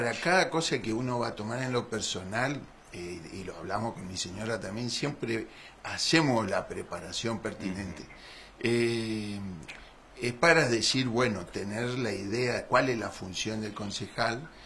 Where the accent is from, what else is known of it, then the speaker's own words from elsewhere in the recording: Sáenz Peña, Chaco, Argentina; born there; also born or lived in Barranqueras; Si yo nací en Cespeña.